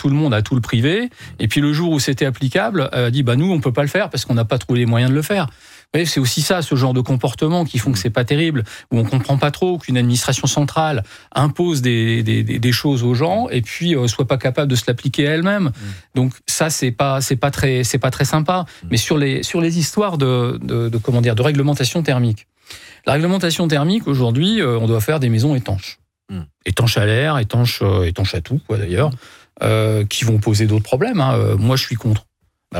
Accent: Hauts-de-France, France; Moi, je viens de la Somme. La Somme, c'est un département, c'est celui où il y a le plus d'éoliennes en France.

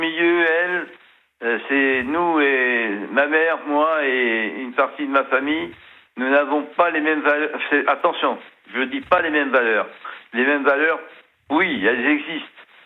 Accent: Algeria; now in France; D'abord, je suis pied-noir d'origine. Mes parents aussi.

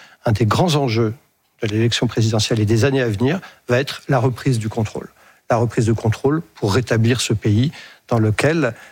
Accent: France; On est français.

